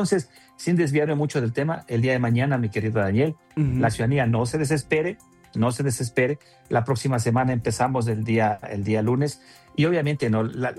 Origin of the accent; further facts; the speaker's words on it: Quito, Pichincha, Ecuador; es un reto para nosotros como quiteños